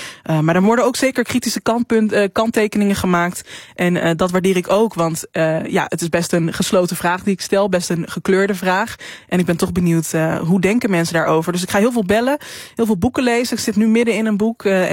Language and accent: Dutch; Drenthe, Netherlands; moved away; Ja, nou, in het kort, ik kom uit Drenthe en 6,5 jaar geleden ben ik verhuisd. Ik ben eigenlijk gevlucht naar de Randstad, denkende dat ik daar mijn thuis zou vinden.